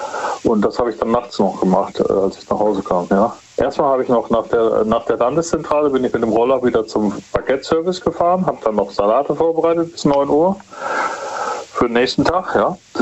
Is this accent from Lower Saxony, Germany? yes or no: no; Stuttgart, Baden-Württemberg, Germany; ich komme aus Stuttgart und da gibt es viele Staffeln, da musst du die Staffeln hochrennen, bleibst fit.